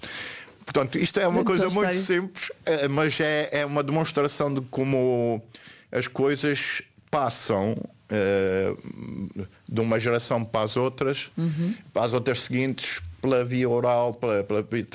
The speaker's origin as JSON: {"language": "Portuguese", "country": "Portugal", "tie": "born there", "said": "da minha terra, portanto, da relva, okay, da freguesia onde eu nasci."}